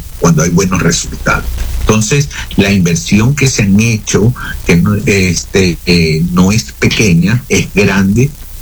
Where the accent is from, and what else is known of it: Ecuador